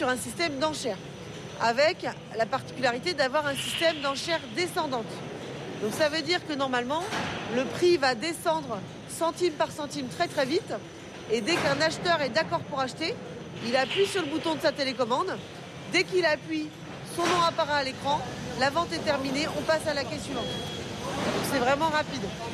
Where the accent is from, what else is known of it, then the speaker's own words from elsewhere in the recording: Lorient, Brittany, France; Chez nous, à Lorient, c'est beaucoup des références aux enfants.